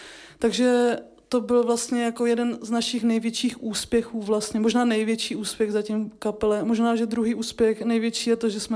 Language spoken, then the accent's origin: Czech; Rožnov pod Radhoštěm, Zlín Region, Czechia; My jsme jako z Rožnova, pod Radoštěm s bráchou